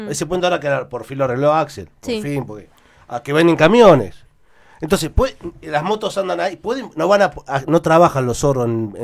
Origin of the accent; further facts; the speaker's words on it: Bahía Blanca, Buenos Aires Province, Argentina; porque yo soy viejo de Bahía como yo.